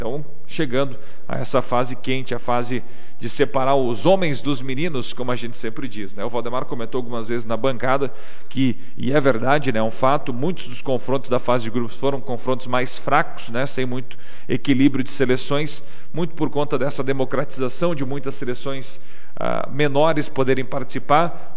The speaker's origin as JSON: {"language": "Portuguese", "country": "Brazil", "said": "sou brasileiro"}